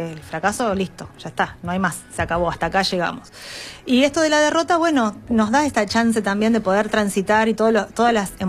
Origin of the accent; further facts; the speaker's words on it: Argentina; trasciende para nosotros como argentinos